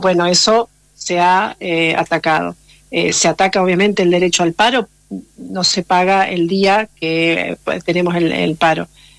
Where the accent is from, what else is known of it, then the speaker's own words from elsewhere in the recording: Concepción del Uruguay, Entre Ríos, Argentina; Yo soy de Concepción del Uruguay